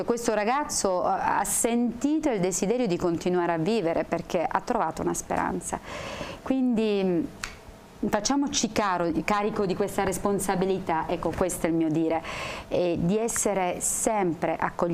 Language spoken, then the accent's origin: Italian; Sicily, Italy; moved away; sono siciliana e voi sapete che io ultimamente sono stata in Sicilia